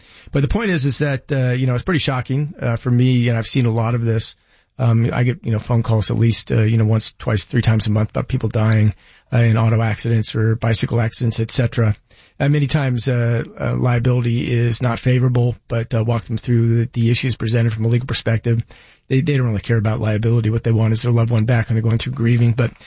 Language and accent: English; South Africa; born there; moved away; I was born on the 13th in South Africa